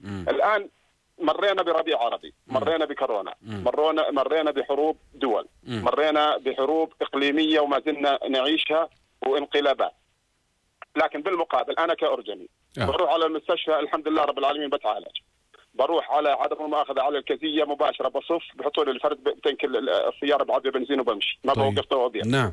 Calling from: Jordan; أنا أردني

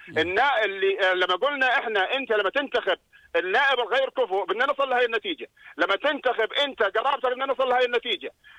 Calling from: Jordan; احنا كمواطنين اردنيين

